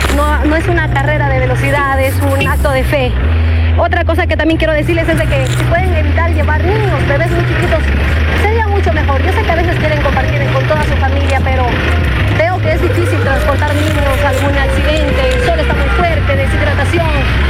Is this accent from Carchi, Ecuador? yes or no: no; Loja, Ecuador; Yo soy serrana. Vengo desde la ciudad de Loja, soy lojana, entonces estamos acostumbradas al frío